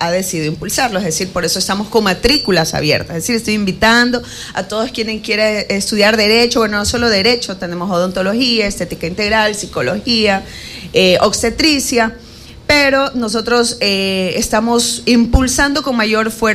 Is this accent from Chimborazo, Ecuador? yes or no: no; Valencia, Los Ríos, Ecuador; now in Quevedo, Ecuador; mi corazón casi siempre está dividido valenciano, quevedeña